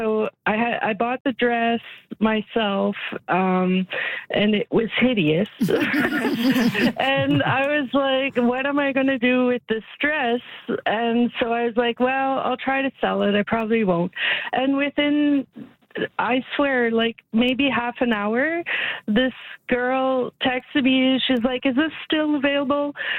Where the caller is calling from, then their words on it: Edmonton, Alberta, Canada; I'm calling from Edmonton.